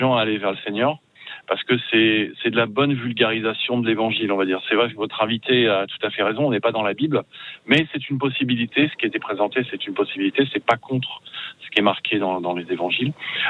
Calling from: Saint-Germain-en-Laye, Île-de-France, France; Je suis près de Saint-Germain-en-Laye.

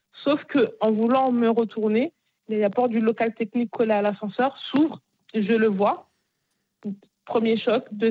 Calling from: Bayeux, Normandy, France; Moi, je viens de Bayeux.

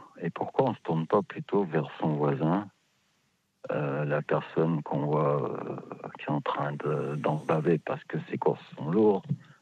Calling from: Lille, Hauts-de-France, France; Je viens de Lille.

